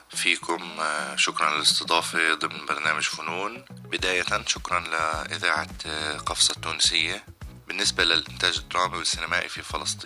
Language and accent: Arabic; Palestine; اللي إحنا بتعنينا كفلسطينية في حياتنا اليومية